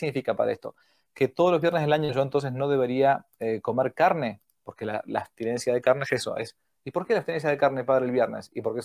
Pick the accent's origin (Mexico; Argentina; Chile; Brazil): Argentina; mi país, Argentina